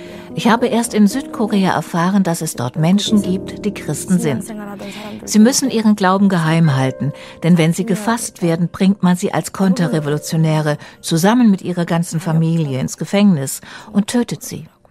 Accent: North Korea; German is a second language; now in Germany

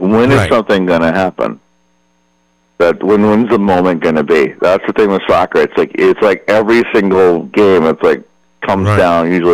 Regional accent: United States; I was very, very proud of that as an American.

